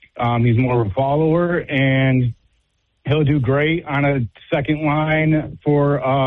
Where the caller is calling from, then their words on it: Waterford, Michigan, United States; I'm from Waterford.